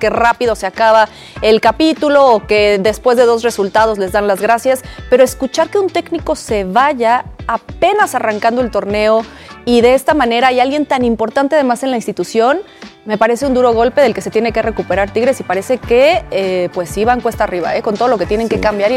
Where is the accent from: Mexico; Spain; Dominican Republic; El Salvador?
Mexico; Monterrey, Nuevo León; Vamos justamente a la Sultana del Norte, a mi tierra